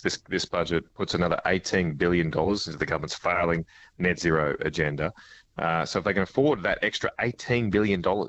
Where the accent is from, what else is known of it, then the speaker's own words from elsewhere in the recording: Queensland, Australia; I'll tell you, you know, the New South Wales radio station, I'll say as a Queenslander, I'd never give up.